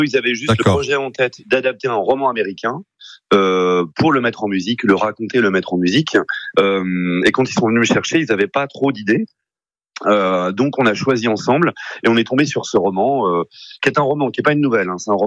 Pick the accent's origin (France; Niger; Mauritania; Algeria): France; chez nous en France